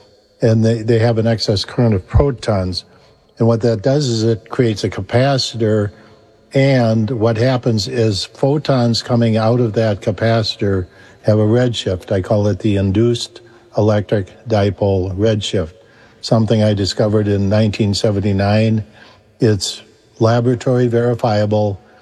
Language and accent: English; Ireland; And I'm personally a Christian. I'm Irish, you know, grew up a Catholic.